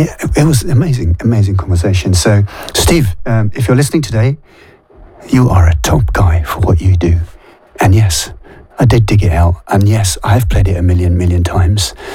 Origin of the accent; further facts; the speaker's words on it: India; are you the Indian guy? And I said, yeah, is it my accent? Can you tell from my accent that I'm Indian?